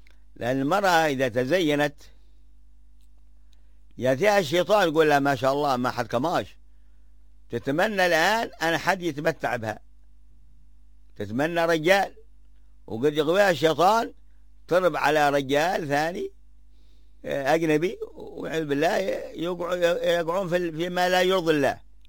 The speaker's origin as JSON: {"language": "Arabic", "region": "Hadhramaut", "country": "Yemen", "said": "العذراء عندنا في حضرموت لا تزين بأي زينة"}